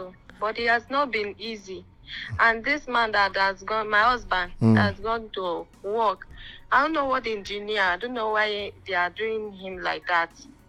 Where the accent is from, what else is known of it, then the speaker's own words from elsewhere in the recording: Akwa Ibom, Nigeria; moved away; Me, I'm Akwa Ibomite.